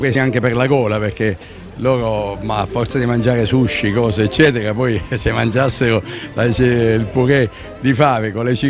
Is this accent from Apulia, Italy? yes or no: yes; Apulia, Italy; anche alla storia di Taranto, io come pugliese sono molto orgoglioso